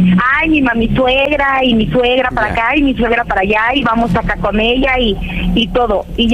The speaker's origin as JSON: {"language": "Spanish", "town": "Morelia", "region": "Michoacán", "country": "Mexico", "tie": "born or raised there", "moved": "yes", "lives_now": "State of Mexico, Mexico", "said": "yo tengo 31, soy originaria de Michoacán, de Morelia, pero ahorita vivo aquí en el Estado de México."}